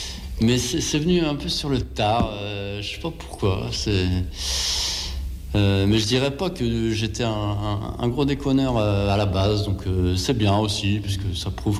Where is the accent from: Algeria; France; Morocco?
France; Lille, Hauts-de-France; Ah, moi je viens de Lille.